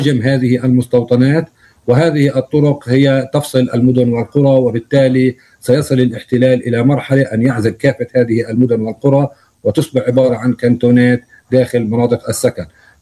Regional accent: Palestine; نحن كفلسطينيين

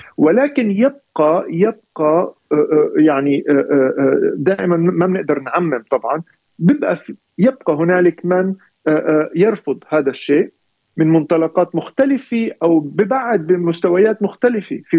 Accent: Palestine; بالنسبة لإلنا كفلسطينيين كعرب

